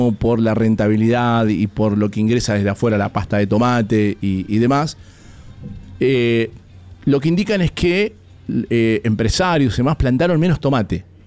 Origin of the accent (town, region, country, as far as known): Mendoza, Argentina